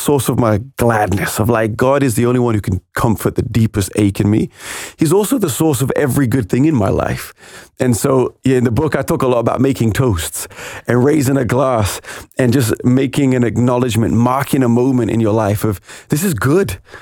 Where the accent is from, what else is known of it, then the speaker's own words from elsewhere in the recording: England, United Kingdom; as an Englishman